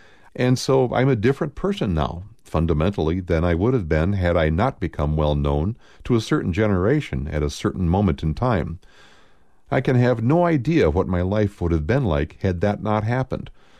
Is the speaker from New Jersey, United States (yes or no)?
yes; New Jersey, United States; But I'm from New Jersey. I end up defaulting back